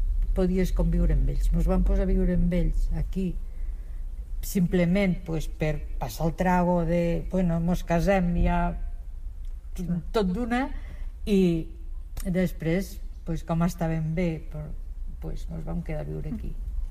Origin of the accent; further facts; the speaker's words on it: Ginestar, Catalonia, Spain; moved away as an adult; Jo sóc de Ginestar, vaig néixer aquí i vaig viure aquí fins als 50 anys. Vull dir, vaig estar molts anys aquí